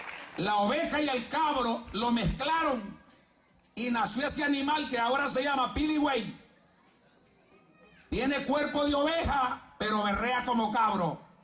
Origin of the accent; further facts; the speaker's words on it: El Salvador; also born or lived in Honduras; Yo tengo las dos naturalezas, pero no soy piligüey. Soy catracho por nacimiento, nada más sigo hecho luteca, no está mi ombligo allá, la tripa fue la que quedé del ombligo hablando aquí. Pero soy salvadoreño por crecimiento.